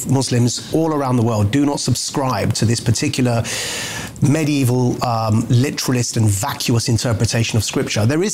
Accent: Essex, East of England, United Kingdom; I'm from Essex

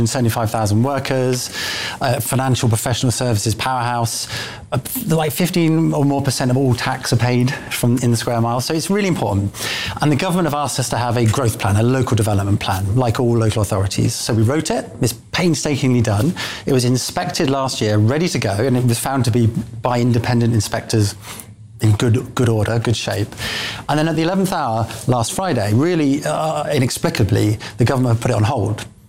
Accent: East Midlands, United Kingdom; I'm from the East Midlands. You can commute into the city in an hour from the East Midlands.

